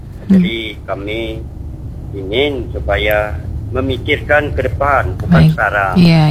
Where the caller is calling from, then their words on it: Bangka Belitung Islands, Indonesia; Desa kami Balong Ijuk ini lain dari ke desa lain.